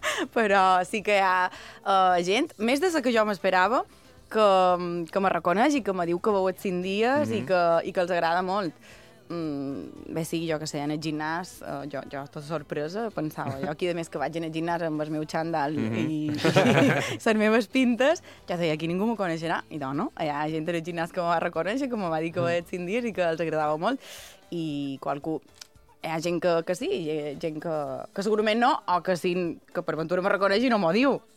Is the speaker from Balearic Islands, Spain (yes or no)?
yes; Sencelles, Balearic Islands, Spain; born or raised there; now in Palma, Spain